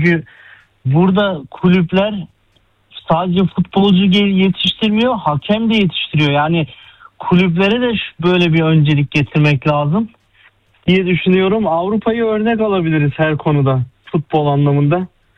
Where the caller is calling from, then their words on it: Basel, Basel-Stadt, Switzerland; İsviçre Basel'den katılıyorum